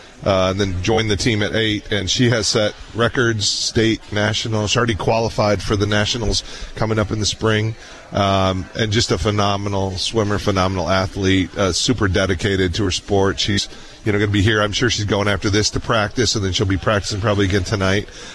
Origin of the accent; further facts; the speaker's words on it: Indian Hills, United States; growing up in Indian Hills, the fun part was as you were a kid, when we first moved there, there was not even houses across the street. Then it kept expanding.